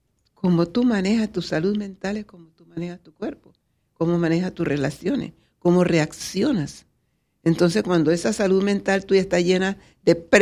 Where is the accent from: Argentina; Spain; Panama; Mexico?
Panama; Colón; yo soy de Colón.